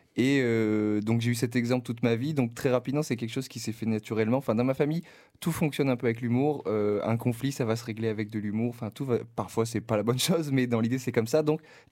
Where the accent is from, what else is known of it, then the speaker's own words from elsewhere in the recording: La Seyne-sur-Mer, Provence-Alpes-Côte d'Azur, France; moved away as an adult; also born or lived in Sanary-sur-Mer / Toulon; now in Paris, France; C'est un bon début, je pense. Je suis originaire du sud-est, du Var. Alors, pour préciser, je suis né à La Seyne-sur-Mer. Mais j'ai grandi entre Sanary, La Seyne et Toulon, voilà. Mmh. Et maintenant, j'habite Paris